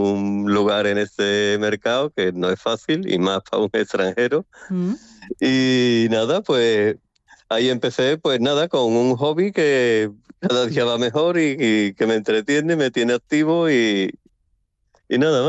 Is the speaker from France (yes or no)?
no; Andalusia, Spain; moved away as an adult; now in Estonia